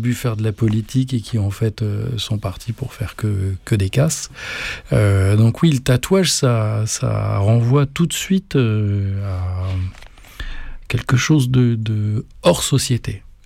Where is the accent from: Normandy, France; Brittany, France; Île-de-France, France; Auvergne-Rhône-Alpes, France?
Île-de-France, France; Paris; je me suis posé la question de savoir quel tatouage je me ferais pour dire que je viens de Paris.